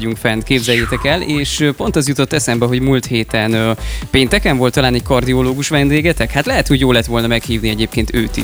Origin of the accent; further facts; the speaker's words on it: Great Hungarian Plain, Hungary; born there; alföldi gyerek vagyok